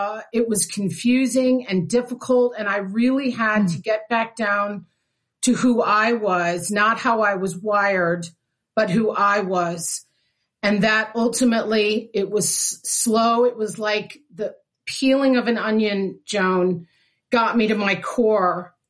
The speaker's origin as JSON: {"language": "English", "town": "Chicago", "region": "Illinois", "country": "United States", "also_born_or_lived": "Hinsdale", "moved": "yes", "said": "I'm from Chicago. Parents and grandparents and aunts all lived in South Side. I was born in Hinsdale."}